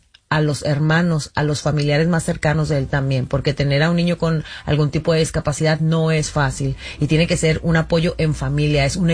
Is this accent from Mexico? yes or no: yes; Mexico; porque desde que yo crecí, crecí en México, y en México el Teletón tiene muchísimos años.